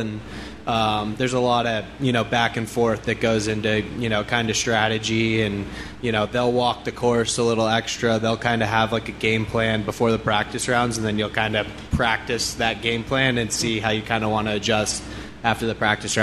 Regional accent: Scottsdale, Arizona, United States; Yeah, I mean, I think I grew up in Scottsdale, so very familiar with kind of like the desert golf kind of feel

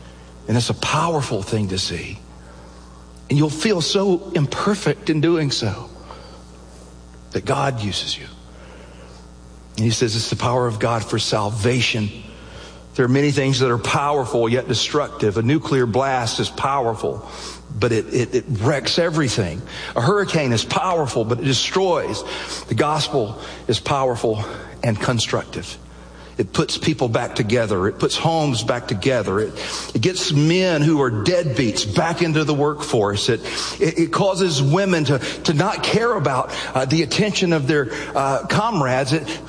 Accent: Alabama, United States; I'd heard the gospel. I was growing up in Alabama. I mean, you can't miss it. There's churches everywhere.

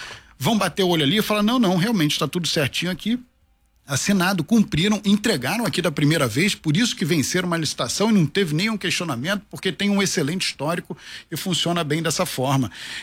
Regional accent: Rio de Janeiro, Brazil; como morador do Rio de Janeiro, como carioca, como apaixonado por essa cidade.

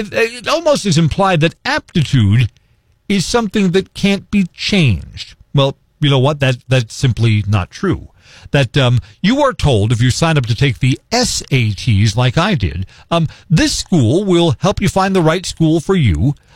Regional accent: Bronx, New York, United States; But wait a minute, but I grew up in the Bronx. We don't grow a lot of potatoes in the Bronx.

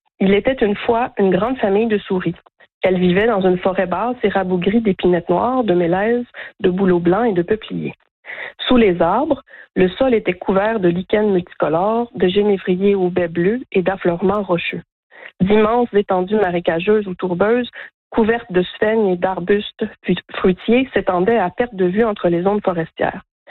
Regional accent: Quebec, Canada; les décors là, de rivières de mon coin de pays.

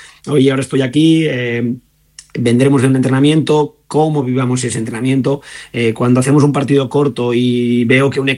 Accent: Spain; yo soy entrenador español

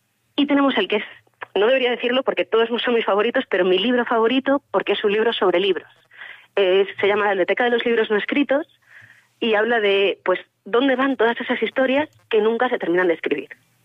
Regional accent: Sanabria, Castile and León, Spain; Pues, a ver, yo soy de Sanabria, de siempre, de ir al cole, de criarme allí. Y yo siempre tuve claro que aunque, pues por estudios, por trabajo, yo me fui, si creaba algo mío, tenía que ser allí.

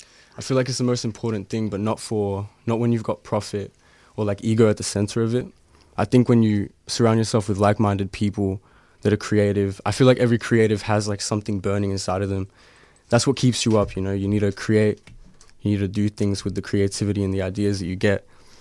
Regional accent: Australia; accent: Aussie; people are almost ashamed of being Aussie. Because my background is, I'm Latino, you know, but I grew up here.

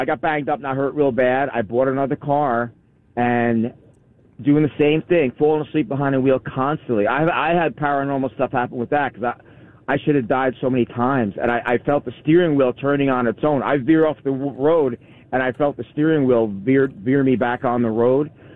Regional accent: New Jersey, United States; I grew up in New Jersey, you know, and New Jersey, you know

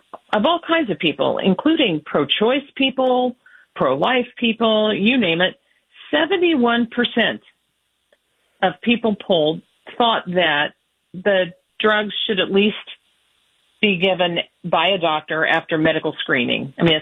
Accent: Indiana, United States; Texas, my home state of Indiana.

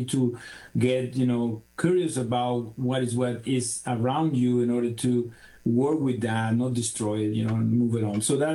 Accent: Venezuela; Yeah, the young …, I mean, I grew up in Venezuela. I don't know if you're familiar. Well, nowadays it's in the news, but you know, Venezuela is incredible nature-driven countries.

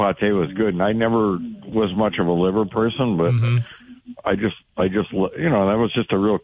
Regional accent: Milwaukee, Wisconsin, United States; And, you know, I come from Hard Roll City around Milwaukee and stuff like this

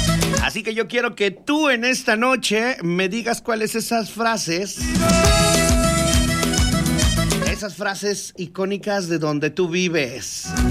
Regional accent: Cuichapa, Veracruz, Mexico; una de allá de mi pueblo, de Garrigo Cuichapa

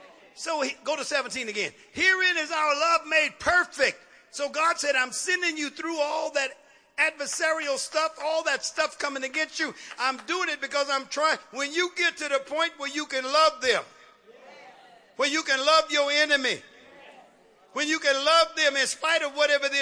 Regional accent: Oakland, California, United States; I'm from West Oakland.

